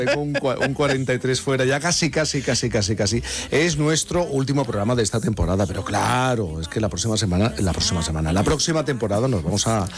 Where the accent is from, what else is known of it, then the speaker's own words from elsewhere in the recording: Sanlúcar de Barrameda, Andalusia, Spain; Sanlúcar, a mi tierra.